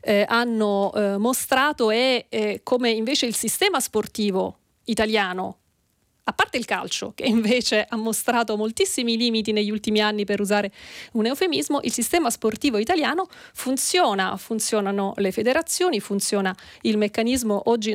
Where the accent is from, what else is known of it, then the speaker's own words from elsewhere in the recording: Sicily, Italy; io da siciliana